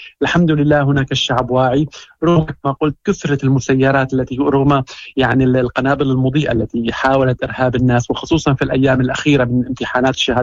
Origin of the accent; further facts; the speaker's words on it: Syria; أنا كمواطن سوري